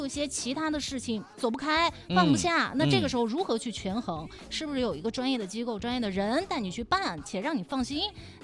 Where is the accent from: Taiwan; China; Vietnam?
China; Anhui; now in Changsha, China; 因为我家是安徽的嘛，安徽北边、那边就没有这么多的森林。